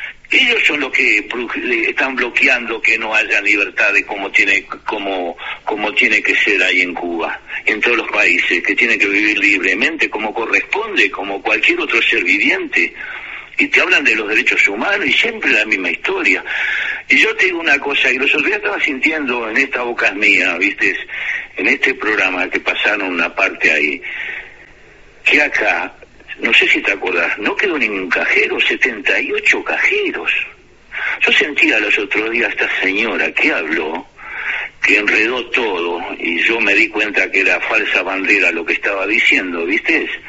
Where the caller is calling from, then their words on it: Argentina; Yo vivo en Argentina